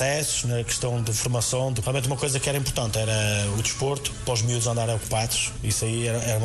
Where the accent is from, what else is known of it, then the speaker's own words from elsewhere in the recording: Penafiel, Norte, Portugal; O Oldrões tem muito significado, não é? Minha terra, fiz aqui muita carreira também no início, quando comecei a jogar futebol.